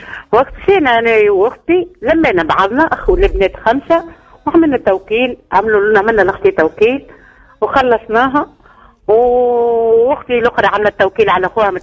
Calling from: Agareb, Sfax Governorate, Tunisia

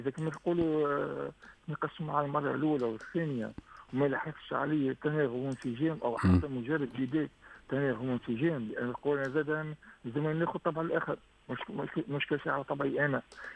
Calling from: Sfax, Sfax Governorate, Tunisia

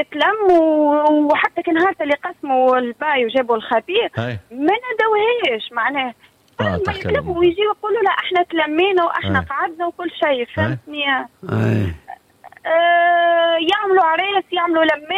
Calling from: Jemmal, Monastir Governorate, Tunisia

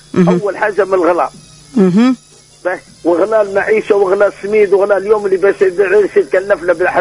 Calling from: Zarzis, Medenine, Tunisia; أنا من قصر ولاد سعيد من جرجيس

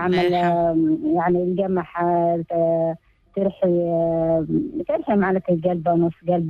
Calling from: Sidi Ali Ben Aoun, Sidi Bouzid, Tunisia; من سيدي علي بن عون.

